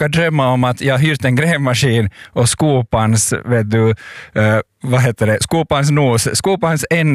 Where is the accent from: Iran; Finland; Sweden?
Finland; Kirkkonummi, Uusimaa; jag är uppvuxen i Kyrkslätt.